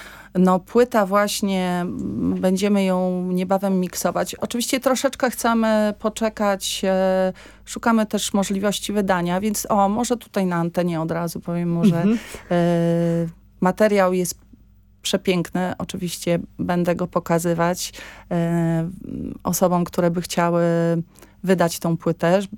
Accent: Warmian-Masurian Voivodeship, Poland; z tej gminy, z której pochodzę, z Jankowa

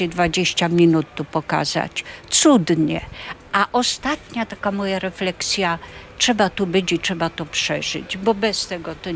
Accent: Carpathians, Poland; teraz już jako badacz, jako nie tylko góralka, ale jako badacz obrzędowości, zresztą całej karpackiej.

